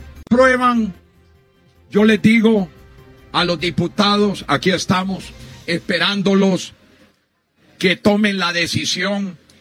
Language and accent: Spanish; Honduras